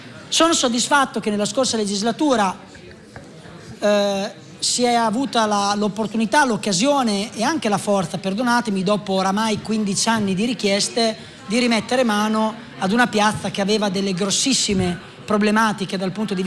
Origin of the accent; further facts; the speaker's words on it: Cailungo, Borgo Maggiore, San Marino; vengo dalla frazione di Cailungo, quindi del Castello di Borgo